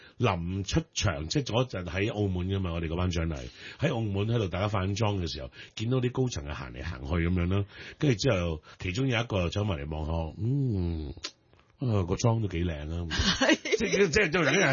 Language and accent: Cantonese; Chaozhou, Guangdong, China; 虽然我系潮州人，虽然我都系家庭观念同埋传统观念都几重嘅一个男人